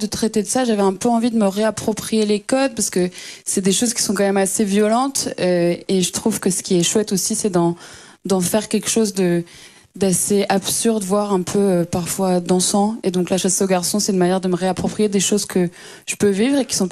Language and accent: French; Brussels, Brussels-Capital Region, Belgium; je viens de Bruxelles.